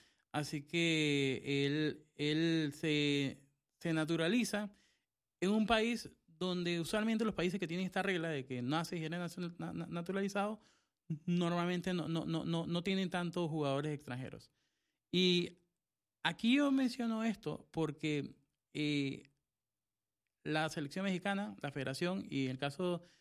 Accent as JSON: {"language": "Spanish", "country": "Costa Rica", "moved": "yes", "lives_now": "Panama", "said": "yo que soy de Costa Rica"}